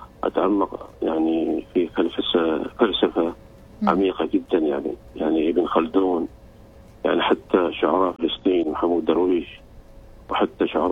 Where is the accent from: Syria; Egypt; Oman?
Oman; نحن في عمان